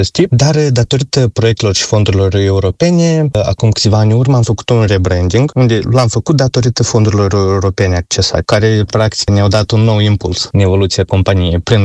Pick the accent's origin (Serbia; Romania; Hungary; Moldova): Moldova